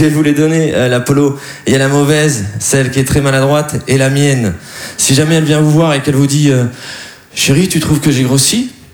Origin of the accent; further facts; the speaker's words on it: Dunkirk, Hauts-de-France, France; Eh ben moi, je suis de Dunkerque et vous voyez bien, je parle bien. Je conjugue les verbes, vous me croyez quand même. Mais je suis très content d'être à Paris.